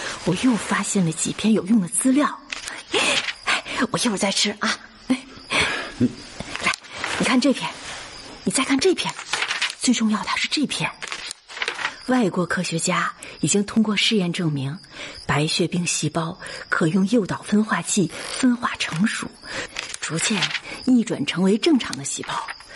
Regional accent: China; 这不就是我们中国人的观念，化干戈为玉帛吗？

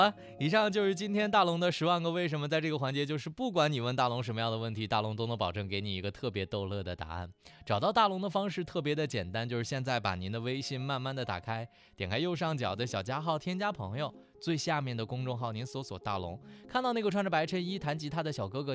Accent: China

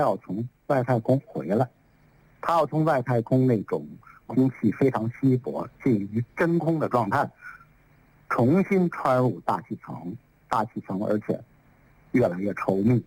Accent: China; 那我们中国人尝试了第三种技术路径

